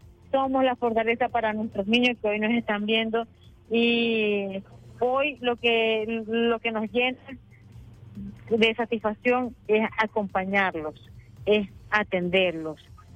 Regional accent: Venezuela; Y para nosotros ha sido un alivio, no solamente como venezolanos, sino como indígenas afectados ante esta situación.

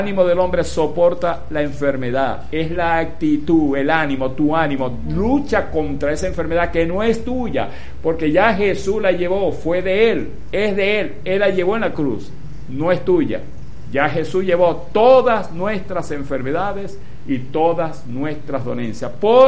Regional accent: Venezuela; porque así somos los venezolanos

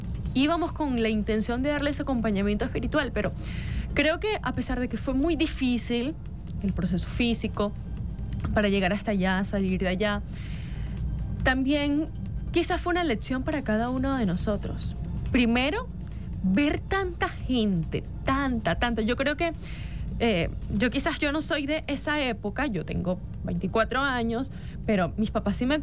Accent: Venezuela; porque hemos demostrado que somos, los venezolanos somos imparables

